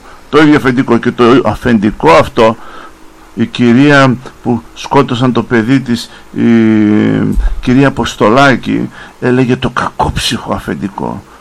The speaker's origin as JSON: {"language": "Greek", "country": "Greece", "said": "Εγώ είμαι Έλληνας πολίτης, γιατρός, πολύτεκνος"}